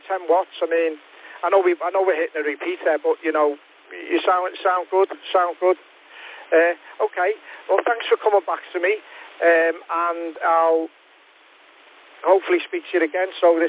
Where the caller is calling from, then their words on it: Liverpool, North West England, United Kingdom; pushing out about 25 watts, and I'm coming in from Liverpool in the UK.